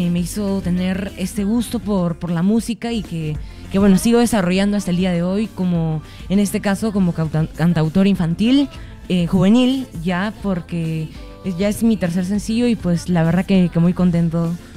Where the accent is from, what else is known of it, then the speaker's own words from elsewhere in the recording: Lima, Peru; soy de Lima.